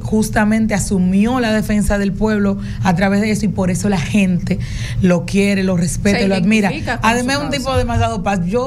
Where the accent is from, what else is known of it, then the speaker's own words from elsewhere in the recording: Dominican Republic; don Hipólito habla como hablamos nosotros, los dominicanos y dominicanos